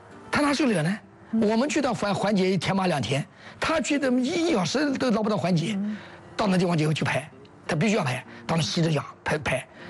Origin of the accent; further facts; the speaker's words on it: Guangdong, China; 我们是广东的，这是广东的这个原长故事。